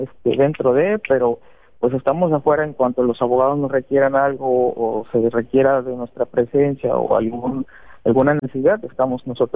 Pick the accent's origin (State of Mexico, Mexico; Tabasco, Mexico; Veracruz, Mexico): Veracruz, Mexico; Poza Rica; pues nosotros somos de Poza Rica, Veracruz, fue esta institución.